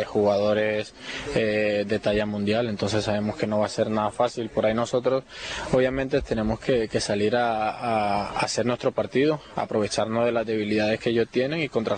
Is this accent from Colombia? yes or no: yes; Colombia; moved away; sabemos cómo no somos nosotros los colombianos